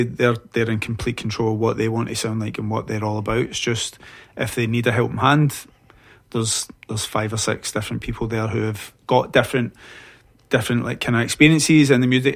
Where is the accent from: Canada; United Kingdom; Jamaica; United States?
United Kingdom; Paisley, Scotland; now in Glasgow, United Kingdom; I'm a singer-songwriter from... I'm based in Glasgow, but I'm originally from Paisley.